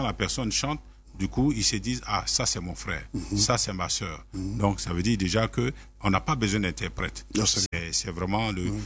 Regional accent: Daloa, Sassandra-Marahoué, Côte d’Ivoire; born there; et je suis né à Daloa, où j'ai appris à parler quand même la langue bété, que je comprends, même si je ne parle pas couramment, mais je comprends.

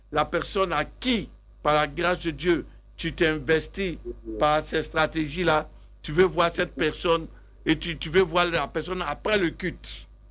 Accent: Abidjan, Côte d’Ivoire; c'est un quartier dans lequel aussi j'ai grandi, à la Rivera 2.

